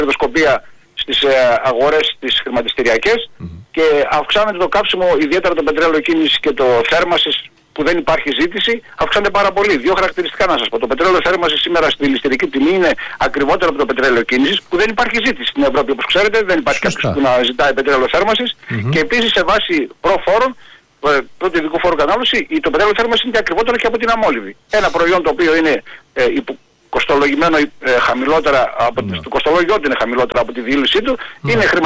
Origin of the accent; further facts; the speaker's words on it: Greece; Εγώ μεγάλωσα στον Κυρκύρη. Ξέρω τι σημαίνει θάλασσα. Πολλά χρόνια ήμουν στον Κυρκύρη